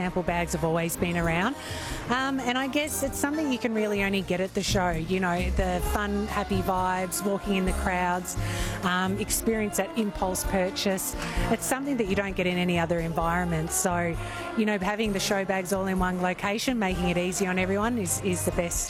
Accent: Melbourne, Victoria, Australia; I'm actually from Melbourne

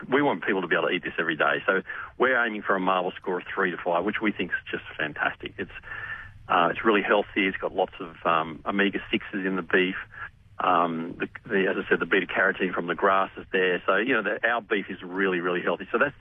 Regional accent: Armidale, New South Wales, Australia; now in Robertson, Australia; I grew up in Armidale, so it's like a tropical climate for me.

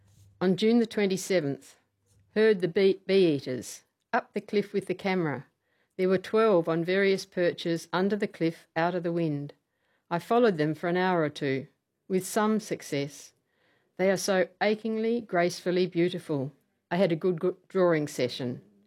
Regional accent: Kalgoorlie, Western Australia, Australia; Yes, yeah. Yes. And going into the Great Western Woodland.

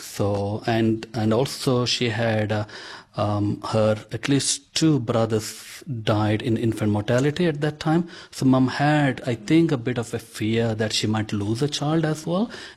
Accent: India; first language Konkani; English is a second language; So first song I picked up is called … in Konkani. That's my mother tongue.

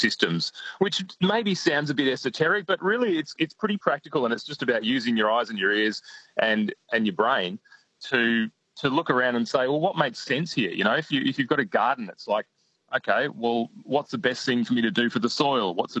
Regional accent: Denmark, Western Australia, Australia; And, my hometown in Denmark, there's the Wallery, which is another sort of community that's been doing interesting stuff.

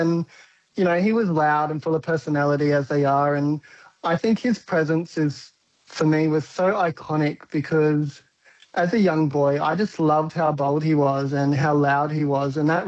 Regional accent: Katherine, Northern Territory, Australia; But those reflections, growing up in Catherine and finding my place, I think Catherine gave me a place to find my voice, which is really exciting.

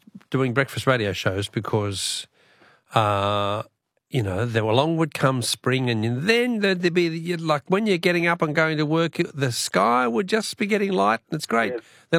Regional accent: Tasmania, Australia; I grew up in Tassie, as everyone knows, and they were the first state in Australia to ever have it.

